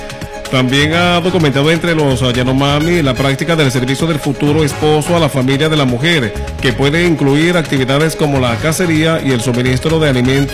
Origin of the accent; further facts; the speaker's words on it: Venezuela; Nosotros, los venezolanos